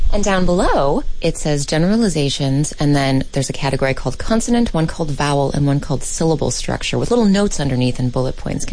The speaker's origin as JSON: {"language": "English", "town": "Cleveland", "region": "Ohio", "country": "United States", "tie": "born there", "said": "I was born in Cleveland, Ohio."}